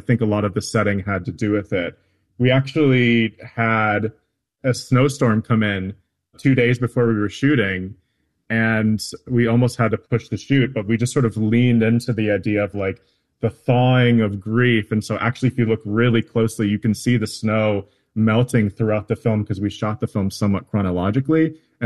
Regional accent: Minneapolis, Minnesota, United States; reconnect with my Ojibwe identity. And it's my father's side that I have that. And, I didn't grow up in the reservation. I grew up in the Twin Cities.

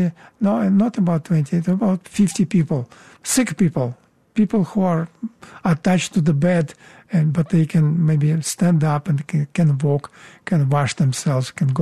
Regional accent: Siberia, Russia; moved away; Yeah, this one. I came with this briefcase from Soviet Union.

